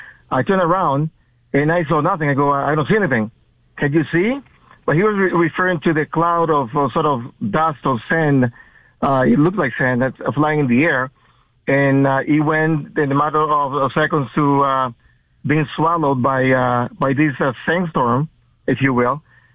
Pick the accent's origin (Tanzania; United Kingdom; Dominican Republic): Dominican Republic; now in United States; in the Caribbean where I grew up in the Dominican Republic, this is part of life.